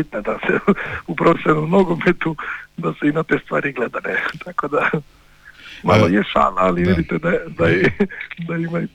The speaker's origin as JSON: {"language": "Croatian", "town": "Cres", "region": "Primorje-Gorski Kotar County", "country": "Croatia", "said": "za nas Cresane"}